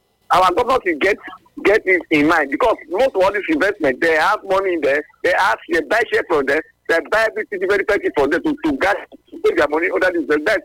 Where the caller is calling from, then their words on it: Sapele, Delta, Nigeria; from Sapio.